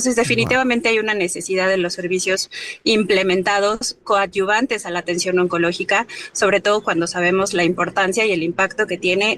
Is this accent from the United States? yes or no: no; Mexico; como país latinoamericano, como mexicanos